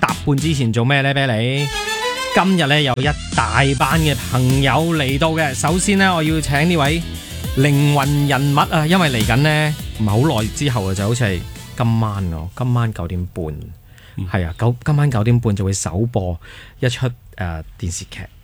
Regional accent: Hong Kong

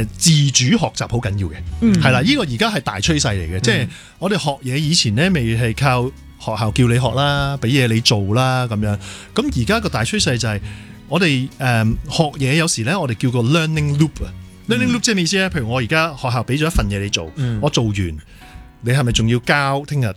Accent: Hong Kong; 我哋香港人

